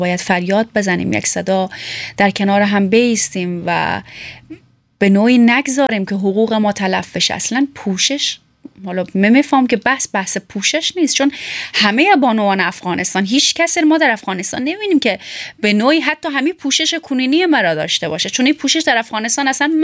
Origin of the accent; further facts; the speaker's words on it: Iran; born there; وقتی که خب ما در ایران متولد شدیم بعد از او به افغانستان آمدیم